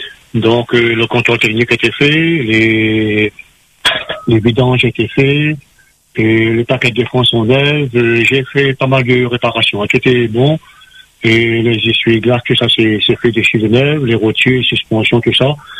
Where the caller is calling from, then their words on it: Saint-Leu, Réunion; Je suis de Saint-Leu.